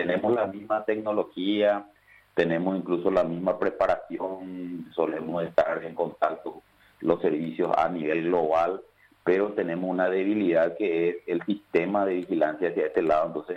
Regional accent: Paraguay; nosotros los paraguayos somos muy particulares.

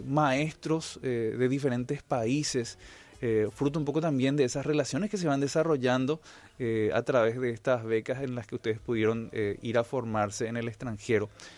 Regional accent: Paraguay; donde, por ejemplo, somos guaraní hablantes o donde somos un entorno de portuñol y todas y siguen siendo tan paraguayos como nosotros, ¿verdad? Porque aman la tierra guaraní, viven en este espacio de tierra roja

